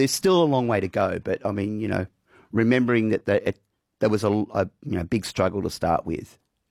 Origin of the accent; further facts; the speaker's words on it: Sydney, New South Wales, Australia; Like, you know, I grew up in Sydney